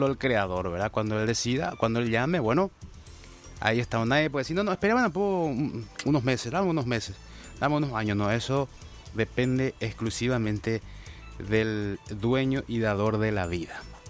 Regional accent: Paraguay

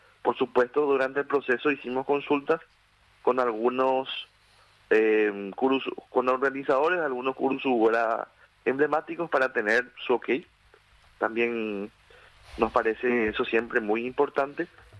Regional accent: Paraguay; nosotros como paraguayos y paraguayas no tenemos a la chipa solamente como un alimento

